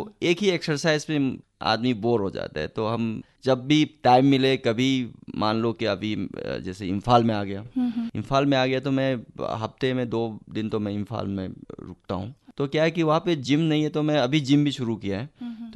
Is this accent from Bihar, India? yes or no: no; Khangabok, Manipur, India; मैं खांगाबुक एक गांव है थौबाल डिस्ट्रिक्ट में, उससे बिलोंग करता हूँ। हम जॉइंट फैमिली में रहते हैं।